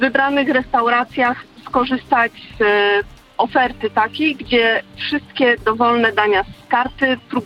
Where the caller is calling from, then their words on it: Kraków, Lesser Poland, Poland; mieszkam w Krakowie